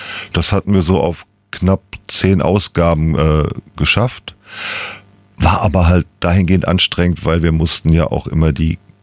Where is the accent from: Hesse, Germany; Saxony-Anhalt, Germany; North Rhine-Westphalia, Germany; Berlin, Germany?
Hesse, Germany; Giessen; Ich komme aus Gießen, genau, wo Büchner ja auch mal studiert hat.